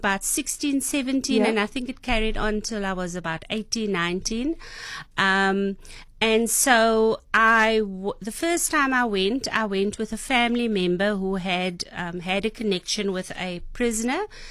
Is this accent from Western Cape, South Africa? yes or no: yes; Cape Town, Western Cape, South Africa; I was living on the Cape Flats. I was born and I was raised in Haderveld on the Cape Flats.